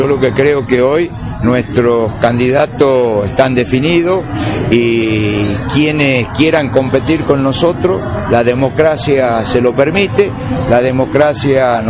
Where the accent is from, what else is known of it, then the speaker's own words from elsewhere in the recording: Tucumán, Argentina; todos mis cargos, roles y funciones han sido en la provincia. Nunca me fui de Tucumán y nunca me fui llevándome un cargo afuera.